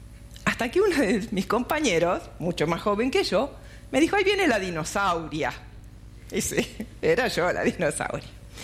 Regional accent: Bariloche, Río Negro, Argentina; also born or lived in Buenos Aires; yo nací en Bariloche, hice mi escuela primaria acá, secundario también. La universidad, en realidad fui a estudiar profesorado de educación física, lo hice en Buenos Aires, volví

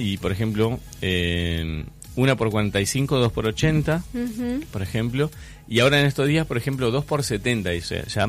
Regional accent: Argentina; como argentino que soy

